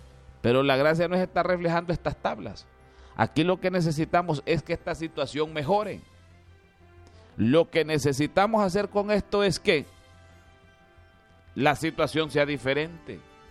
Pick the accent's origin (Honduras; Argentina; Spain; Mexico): Honduras; nosotros como hondureños